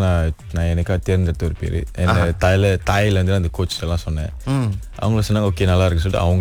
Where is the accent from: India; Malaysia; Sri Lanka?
Malaysia; Penang; நான் பிணைங்களை பிறந்து வளர்ந்துள்ள பிணைங்களை தான்.